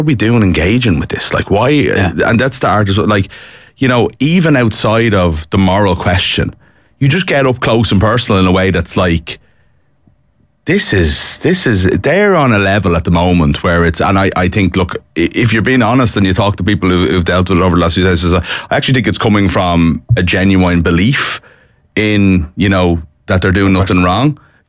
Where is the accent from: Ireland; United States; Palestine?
Ireland; as Irish people